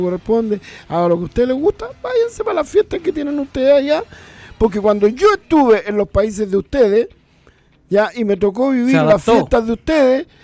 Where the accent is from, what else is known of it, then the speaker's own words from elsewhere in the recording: Chile; Los chilenos no somos los más buenos para tomar en sus fiestas patrias.